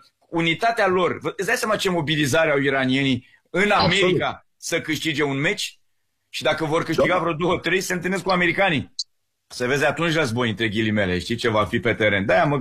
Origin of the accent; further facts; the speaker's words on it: Romania; noi ca români.